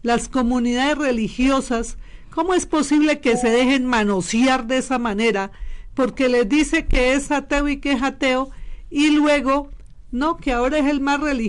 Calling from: Colombia; siempre nos maltrató como ciudadanos colombianos

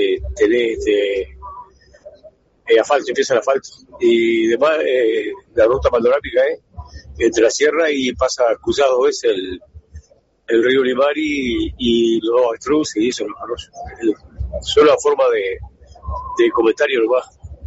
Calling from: Treinta y Tres, Uruguay; camionero, del 33.

